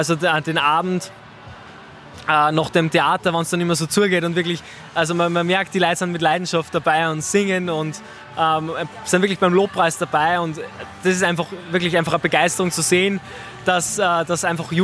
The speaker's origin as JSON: {"language": "German", "region": "Upper Austria", "country": "Austria", "tie": "born or raised there", "also_born_or_lived": "Kremsmünster", "said": "Ja, man könnte sagen Kremsmünsterer, weil ich hier maturiert habe und auch zur Schule gegangen bin. Also meine schulische und geistliche Heimat sozusagen, aber ich komme eigentlich aus dem Nachbarort."}